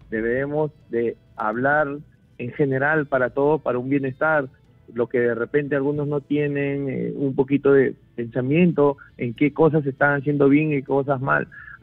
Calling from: Chorrillos, Lima, Peru; así estemos en Lima o estemos en otro lado, no podemos ser esquivos a eso, porque todos somos peruanos y a las finales a todos nos afecta.

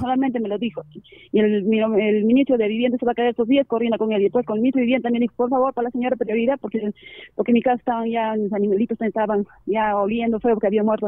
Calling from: Peru; soy de aquí de Pumpuya.

